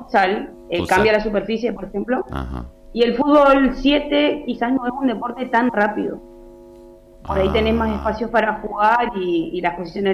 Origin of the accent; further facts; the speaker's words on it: Oberá, Misiones, Argentina; now in Posadas, Argentina; En Oberá, de donde soy yo